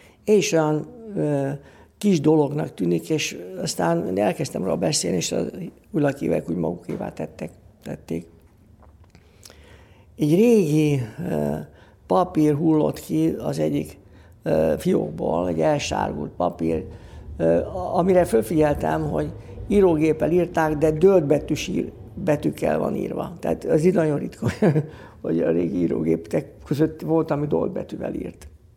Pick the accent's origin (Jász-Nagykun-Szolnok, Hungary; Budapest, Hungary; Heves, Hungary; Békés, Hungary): Budapest, Hungary; én a Angyalföldön a Kármen mellett nőttem föl, Szent László templomba jártam, mert az volt a plébánia